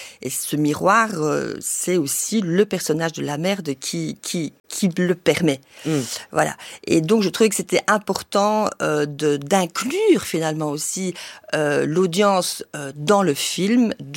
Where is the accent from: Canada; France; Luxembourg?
Luxembourg; moved away as an adult; also born or lived in Brussels, Belgium; je suis née à Bruxelles, d'une mère espagnole, d'un père belge. Ensuite, j'ai grandi au Grand-Duché de Luxembourg et j'y ai vécu jusqu'à mes 18 ans. Le Grand-Duché de Luxembourg est un pays qui est très multiculturel